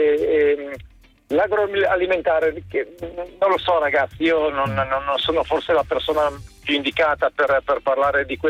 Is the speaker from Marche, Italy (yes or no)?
no; Lombardy, Italy; rivendico anche la mia origine valtellinese